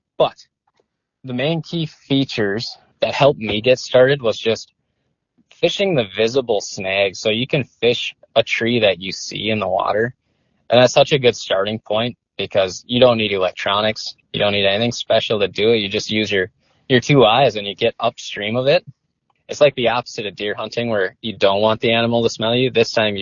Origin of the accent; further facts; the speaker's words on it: Moorhead, Minnesota, United States; I grew up in Moorhead